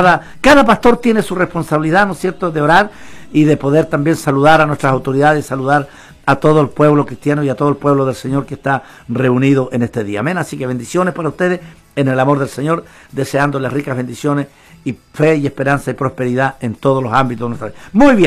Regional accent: Chile

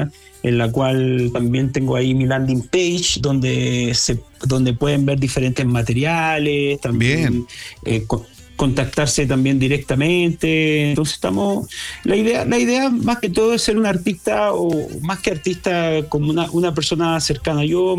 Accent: Chile; now in Mexico; para nosotros como chilenos nos sentimos bien orgullosos.

